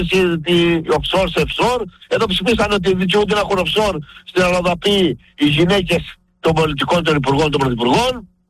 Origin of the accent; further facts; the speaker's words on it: Greece; εγώ σαν Έλληνας πολίτης